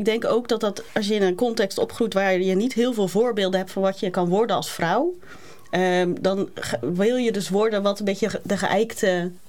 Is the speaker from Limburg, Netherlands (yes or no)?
no; Ridderkerk, South Holland, Netherlands; Grotendeels in Ridderkerk. Ja, ik ben vrij vaak verhuisd, maar grotendeels in Ridderkerk. Ik ben opgegroeid in de Gereformeerd Vrijgemaakte Kerk.